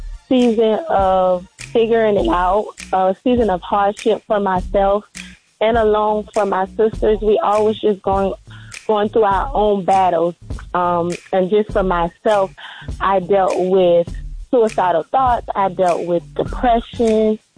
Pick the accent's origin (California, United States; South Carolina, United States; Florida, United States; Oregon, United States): South Carolina, United States; Allerton; Well, we're from a little small town called Allerton, South Carolina. We've been singing since we've been young, very young. We grew up as PK kids.